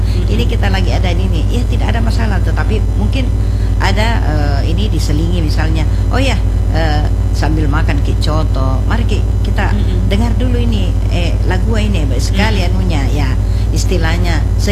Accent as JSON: {"language": "Indonesian", "region": "South Sulawesi", "country": "Indonesia", "accent": "Makassar", "said": "Padahal kita juga punya logat seperti ini. Saya kan sudah"}